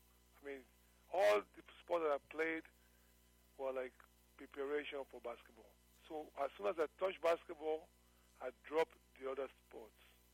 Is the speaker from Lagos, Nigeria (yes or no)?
yes; Lagos, Nigeria; moved away; I grew up in Lagos, Nigeria